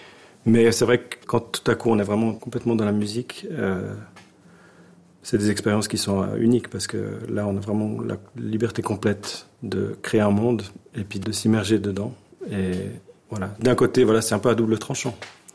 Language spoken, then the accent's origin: French; Switzerland